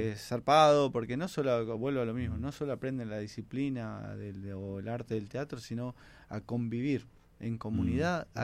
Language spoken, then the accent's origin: Spanish; Quilmes, Buenos Aires Province, Argentina; Yo crecí en Villa Itatí, mi hermano, mi hermana